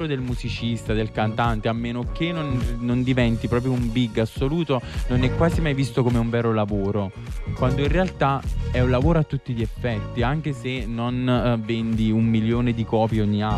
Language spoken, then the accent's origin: Italian; Marcianise, Campania, Italy; Io sono di Marcianise